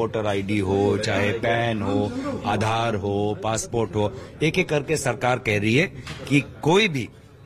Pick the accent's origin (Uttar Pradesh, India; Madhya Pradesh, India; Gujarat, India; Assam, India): Assam, India; क्योंकि मैं असम से हूँ